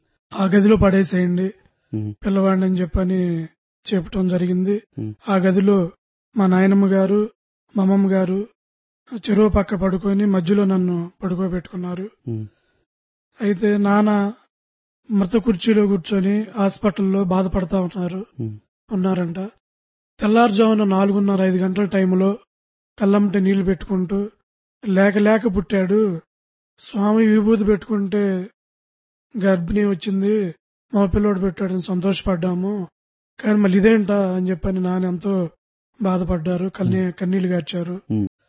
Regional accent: Guntur district, Andhra Pradesh, India

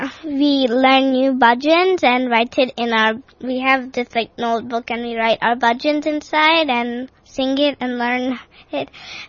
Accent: Singapore; And I am from Singapore. I'm born from Singapore and brought up in Singapore. But my mom and dad are from India.

